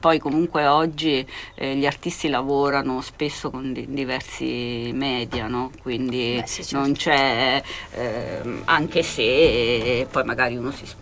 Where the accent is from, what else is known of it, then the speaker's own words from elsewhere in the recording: San Benedetto del Tronto, Marche, Italy; moved away as an adult; now in Bologna, Italy; Sono di San Benedetto del Tronto. Okay. Nelle Marche, e sono qui dal 96